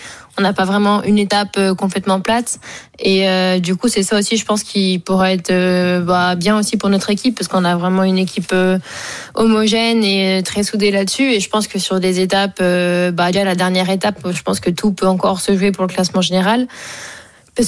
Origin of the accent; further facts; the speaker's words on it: France; Et c'est sûr qu'en tant que Française, je pense que c'est aussi la plus prestigieuse.